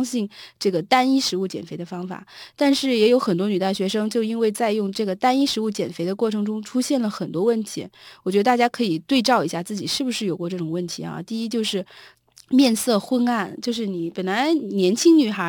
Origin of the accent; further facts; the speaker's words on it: China; 像我们中国人最爱吃的猪肉